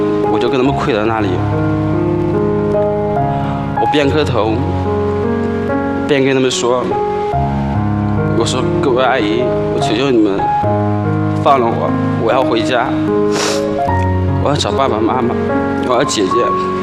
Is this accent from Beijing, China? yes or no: no; Handan, Hebei, China; 我是来自河北邯郸的，然后今年大概22岁。